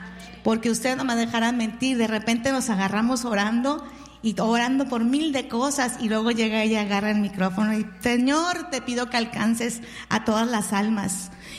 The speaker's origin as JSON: {"language": "Spanish", "country": "Mexico", "said": "Yo soy mexicana, pero nunca escucho mariachi."}